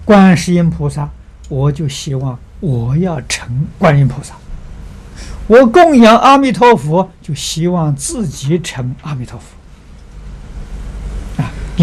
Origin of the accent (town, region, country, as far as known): China